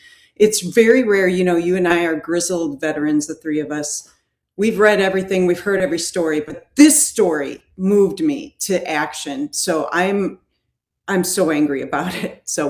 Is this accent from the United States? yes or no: yes; Milwaukee, Wisconsin, United States; So, but first of all, I'm from Milwaukee, okay? So I grew up here.